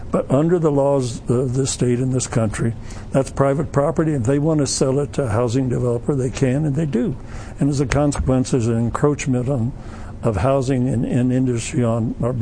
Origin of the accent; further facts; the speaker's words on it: Aztec, New Mexico, United States; most of us who attended New Mexico State University actually grew up on farms or ranches. It was a very rural state at that time.